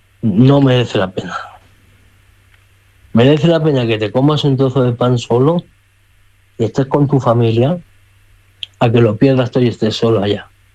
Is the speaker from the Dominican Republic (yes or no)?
no; Mallorca, Balearic Islands, Spain; yo soy de Mallorca. Yo tengo mi empadronamiento, mi arraigo allá.